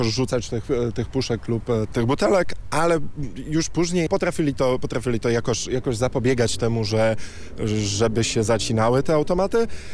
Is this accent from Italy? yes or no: no; Slovakia; Polish is a second language; moved away as an adult; now in Poland; Ja jestem ze Słowacji, więc mogę porównać. My mieliśmy, u nas, żyłem w Polsce już jakiś czas, ale byłem jeszcze na Słowacji